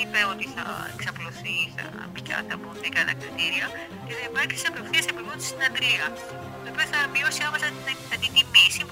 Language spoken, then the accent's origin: Greek; Northern Greece, Greece; εσείς και εγώ το γνωρίζουμε πολύ καλά, γιατί είμαστε από τη Βόρεια Ελλάδα.